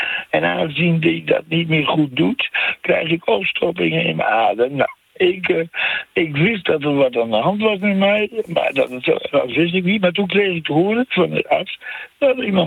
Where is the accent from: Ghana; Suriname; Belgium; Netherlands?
Netherlands; Groningen; also born or lived in Friesland; now in The Hague, Netherlands; Ik ben in Friesland geboren, getogen in Groningen. En ik woon al 30, 40 jaar in Den Haag.